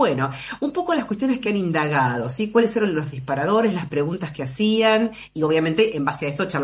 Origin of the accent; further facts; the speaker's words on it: Argentina; ¿cómo somos los argentinos?